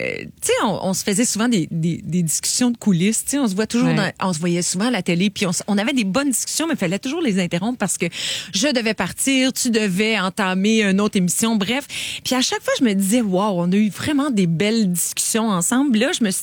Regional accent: Embrun, Ontario, Canada; moved away; de parler de mon patelin, de parler de mon enfance, oui, ça me touche. Puis surtout de réaliser à quel point ces petits rêves-là de petite fille de Embrun se sont réalisés.

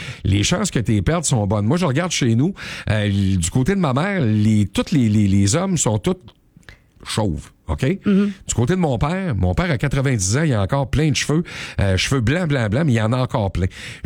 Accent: Canada

